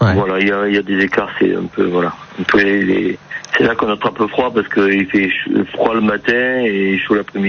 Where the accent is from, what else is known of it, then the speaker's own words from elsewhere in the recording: Aubagne, Provence-Alpes-Côte d'Azur, France; moved away as an adult; now in Paris, France; Alors moi, je suis originaire d'Aubagne, mais le travail m'a amené à Paris.